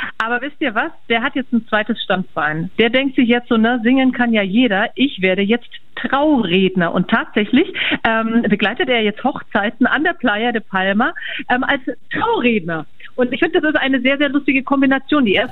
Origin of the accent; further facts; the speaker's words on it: Bavaria, Germany; now in Cologne, Germany; Ja, vor allem, ich komme ja auch aus Bayern, aber irgendjemand muss natürlich die Stellung halten in Köln